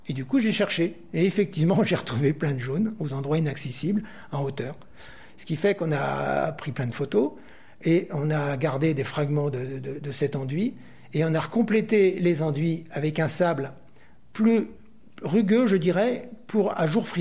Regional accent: Paris, Île-de-France, France; born there; now in Brittany, France; moi je suis né à Paris, parce que mon père travaillait à Paris aux arts décoratifs

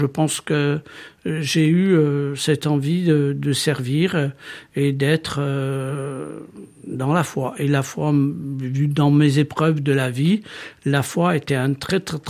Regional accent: Coutoli, Corsica, France; now in Ajaccio, France; je suis originaire de Coutoli. J'ai grandi à Coutoli jusqu'à peu près l'âge de 8-9 ans. Avant de descendre sur Ajaccio, mais tout en restant toutes les grandes vacances et toutes les vacances tout court chez mes parents travaillant.

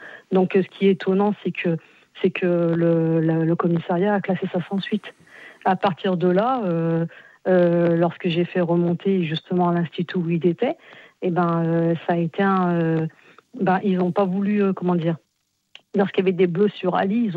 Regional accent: France; born there; now in Viriat, France; Moi, je suis née en France.

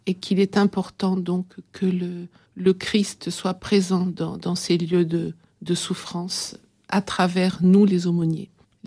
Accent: Provence-Alpes-Côte d'Azur, France; moved away as an adult; also born or lived in Beauvais diocese, Oise; depuis 3 ans ici, de retour sur mes terres provençales, je suis originaire de la région d'Aix-en-Provence.

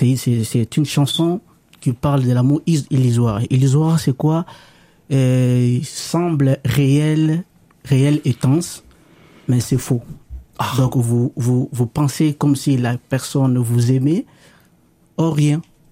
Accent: DR Congo; moved away; ça se parle chez nous, aux Congolais. Kinshasa, c'est le pays des plaisirs.

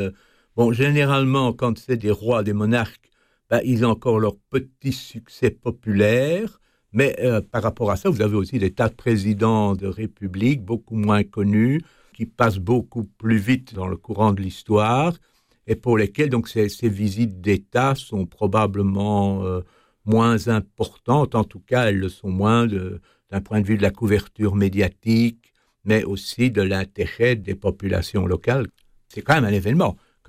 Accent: Belgium; chez nous en Belgique

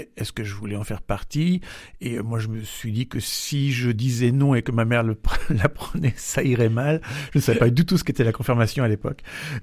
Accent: Flers, Normandy, France; Exactement, mais je suis même de Flers même.

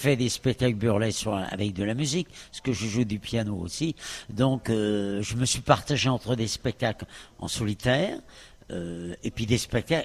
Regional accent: Paris, Île-de-France, France; born there; De Paris. Moi, je suis parisien au départ.

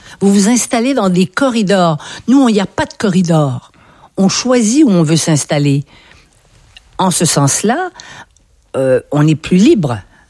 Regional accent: Quebec, Canada

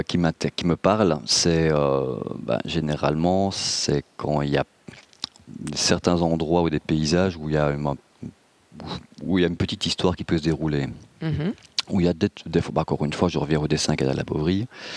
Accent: Wallonia, Belgium; enfin, je suis belge, wallon, barvotois

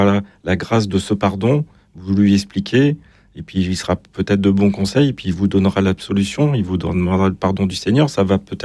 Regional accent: Brittany, France; Je suis breton.

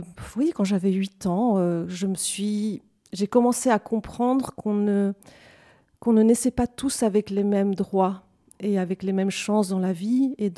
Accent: Guanajuato, Mexico; now in Belgium; Et donc j'ai passé une bonne partie de mon enfance au Mexique. Et plus précisément à 500 km au-dessus de Mexico, dans une petite ville magnifique, universitaire, culturelle, qui s'appelle Guanajuato.

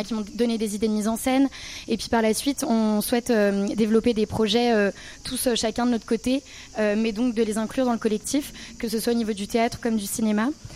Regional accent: Lyon, Auvergne-Rhône-Alpes, France; puisqu'Élise est normande et moi je suis lyonnaise.

